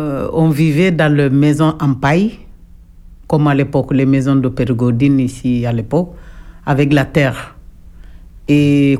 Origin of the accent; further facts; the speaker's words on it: Ziguinchor, Senegal; now in France; Je suis originaire de Casamance, département de Oussouy, à côté Cap Serine.